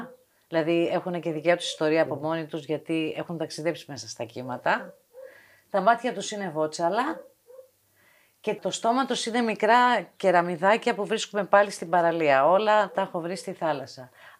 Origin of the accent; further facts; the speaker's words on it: Athens, Attica, Greece; now in Mykonos, Greece; είμαι από την Αθήνα, αλλά είμαι ανομερίτησα γιατί είμαι από το 92 εδώ. Άρα τα περισσότερα χρόνια της ζωής μου τα έχω ζήσει στη Μύκονο.